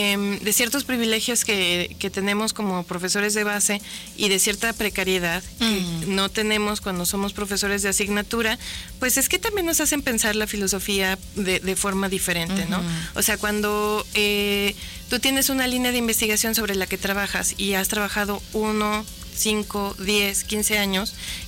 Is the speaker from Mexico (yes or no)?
yes; Aguascalientes, Mexico; porque no es lo mismo hablar desde Aguascalientes, que es una periferia de una periferia.